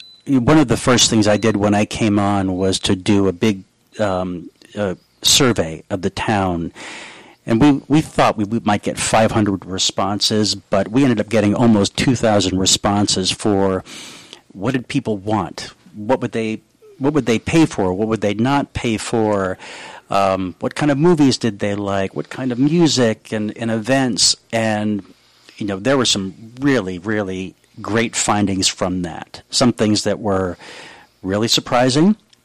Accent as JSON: {"language": "English", "town": "Boston", "region": "Massachusetts", "country": "United States", "tie": "born or raised there", "said": "I grew up in Boston, and you know, there's so much, of course, of a Northeast influence in the area too."}